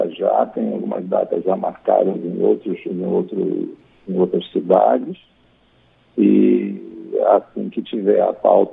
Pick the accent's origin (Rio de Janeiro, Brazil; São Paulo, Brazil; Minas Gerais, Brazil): Rio de Janeiro, Brazil; Mesquita; Sou de Mesquita, Nova Iguaçu, na época que Mesquita ainda era um distrito de Nova Iguaçu.